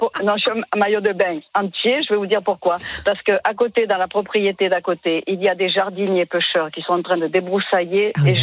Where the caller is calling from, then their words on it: Roussillon, Provence-Alpes-Côte d'Azur, France; je suis à Roussillon dans le Vaucluse, et à Roussillon, la terre est rouge.